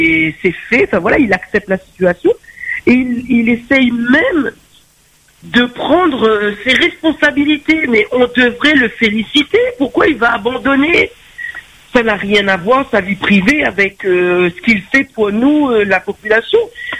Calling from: West of Réunion, Réunion; je viens de l'Ouest

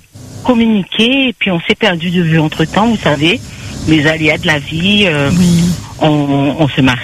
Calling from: Guadeloupe; moi j'étais de la Guadeloupe

